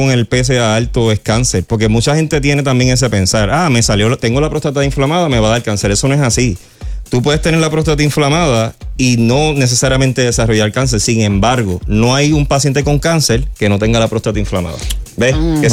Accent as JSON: {"language": "Spanish", "country": "Puerto Rico"}